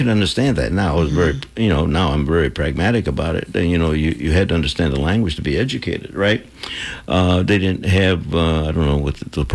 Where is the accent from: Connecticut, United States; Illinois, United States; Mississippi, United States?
Illinois, United States; Chicago; born there; I was born in Chicago, Illinois, that's correct.